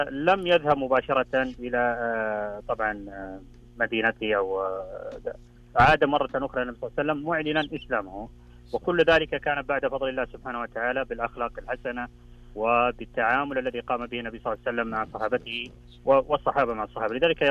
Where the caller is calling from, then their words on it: Jeddah, Makkah Province, Saudi Arabia